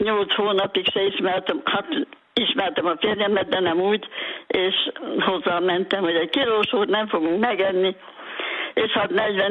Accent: Szabolcs-Szatmár-Bereg, Hungary; now in Zala County, Hungary; én ahol születtem Szabolcs megyében, az utcánkhoz közel volt a templom.

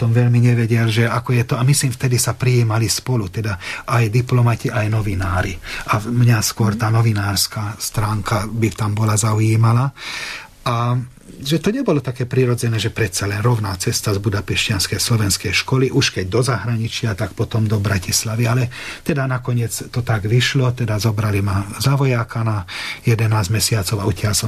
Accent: Hungary; ten svet bol iný, ale síce áno, to ovzdušie bolo horšie tam vtedy, aj to politické, aj všelijaké, ako bolo doma v Maďarsku.

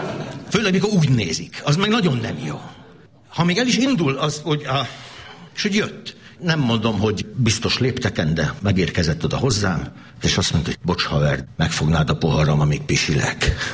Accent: Esztergom, Komárom-Esztergom, Hungary; born there; also born or lived in Zalaegerszeg / Kecskemét; now in Miskolc, Hungary; én ugye Esztergomban születtem, az egy jóval kisebb város, mint Miskolc, aztán utána Zalaegerszegen, Kecskeméten dolgoztam, azok már viszonylag nagyobb városok, de még mindig nem akkorák, mint Miskolc

